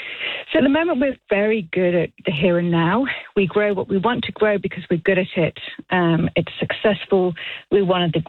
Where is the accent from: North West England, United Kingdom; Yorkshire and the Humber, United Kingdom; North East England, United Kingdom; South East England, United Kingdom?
North West England, United Kingdom; Manchester; now in Palmerston North, New Zealand; I am from Manchester.